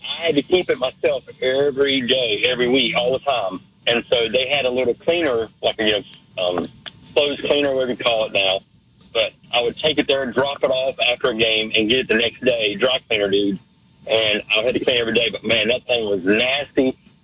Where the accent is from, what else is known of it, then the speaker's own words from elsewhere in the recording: North Carolina, United States; moved away; I'm originally from Reason, North Carolina